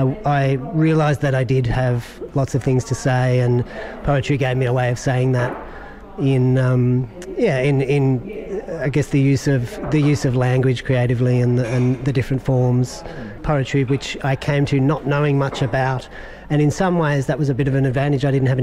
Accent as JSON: {"language": "English", "region": "Victoria", "country": "Australia", "tie": "born or raised there", "moved": "yes", "lives_now": "Mullumbimby, Australia", "said": "I grew up on the Great Ocean Road in Melbourne"}